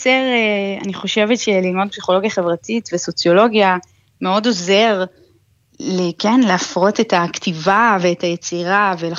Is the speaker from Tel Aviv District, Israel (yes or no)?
yes; Ramat Gan, Tel Aviv District, Israel; אני במקרה גדלתי ברמת גן, עיר הבירה של העיראקים בארץ.